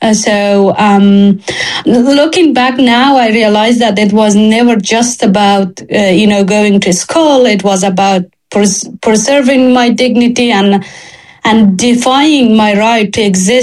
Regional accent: Afghanistan; English is a second language; moved away as an adult; now in United Kingdom; I am a female journalist, and also I am from Hazara community.

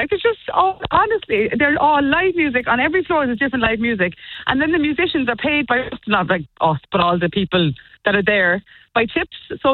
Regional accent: Mayfield, County Cork, Ireland; now in Charleville, Ireland; I'm from Mormont. Yeah, I'm from there. Okay. But I'm down in Charleville.

